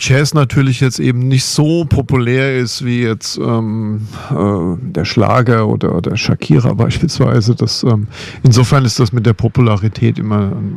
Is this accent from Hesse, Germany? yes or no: yes; Rüsselsheim, Hesse, Germany; ich bin in Rüsselsheim geboren, ich bin sogar in Rüsselsheim aufgewachsen und ich lebe in Rüsselsheim